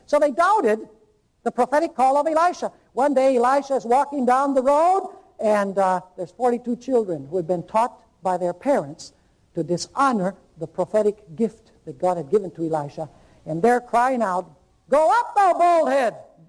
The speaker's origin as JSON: {"language": "English", "town": "Caracas", "region": "Capital District", "country": "Venezuela", "tie": "born or raised there", "said": "when I was growing up in Caracas, Venezuela."}